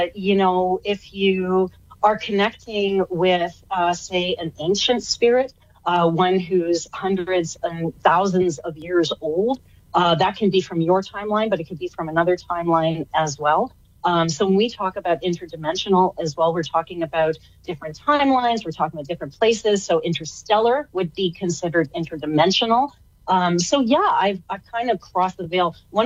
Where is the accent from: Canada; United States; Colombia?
Canada; I'm Canadian, ladies. I'll still say that.